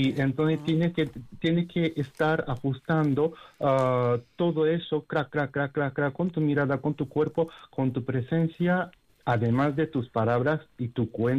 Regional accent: Japan; now in Spain; en mi país, en Japón

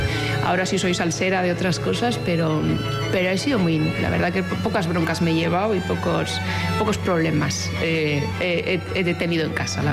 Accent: Alicante, Valencian Community, Spain; born there

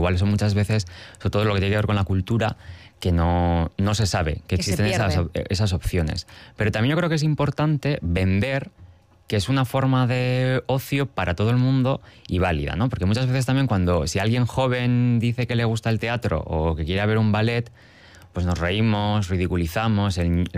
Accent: Bilbao, Basque Country, Spain; yo soy de Bilbao

